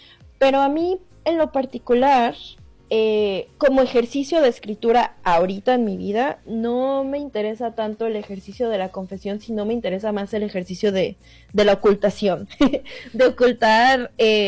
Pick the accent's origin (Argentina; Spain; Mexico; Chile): Mexico; yo creo que siendo mexicanos y viviendo en México